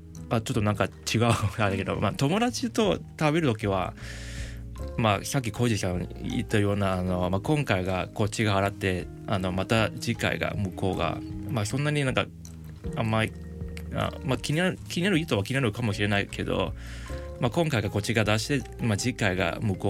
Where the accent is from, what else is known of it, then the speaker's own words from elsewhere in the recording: Hong Kong; moved away; 僕も一応香港出身